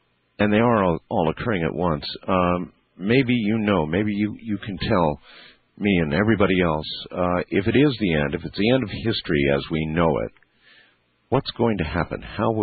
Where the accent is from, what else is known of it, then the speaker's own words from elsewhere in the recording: Arizona, United States; I've got to read about it, read about my hometown down in Arizona, I guess, huh?